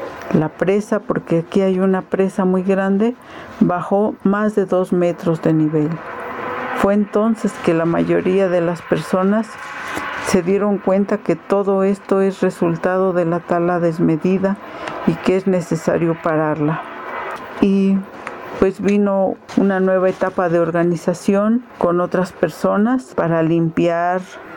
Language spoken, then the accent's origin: Spanish; Zacacuautla, Hidalgo, Mexico; de Zacacuautla, Casochitlán, Hidalgo. Mi pueblo es una zona de bosque mesófilo de montaña. Es una región donde hay una gran variedad de especies de árboles, por lo que es muy rica en agua y en humedad.